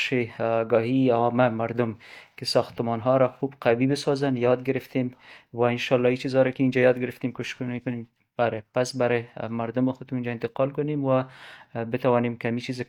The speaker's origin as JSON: {"language": "Persian", "country": "Afghanistan", "said": "و ما هم از افغانستان آمدیم"}